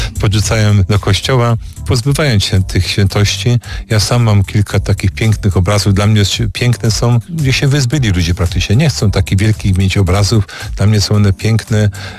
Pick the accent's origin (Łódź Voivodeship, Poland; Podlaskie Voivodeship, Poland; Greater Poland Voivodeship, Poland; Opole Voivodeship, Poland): Opole Voivodeship, Poland; Olesno; Ja pochodzę rodem z Olesna